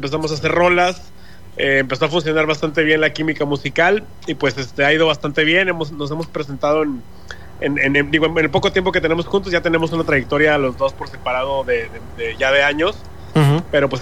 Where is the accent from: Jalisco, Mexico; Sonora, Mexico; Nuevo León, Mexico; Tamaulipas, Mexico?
Nuevo León, Mexico; Monterrey; now in Mexico City, Mexico; venimos de la Ciudad de México, yo soy de aquí originario de Monterrey, okay.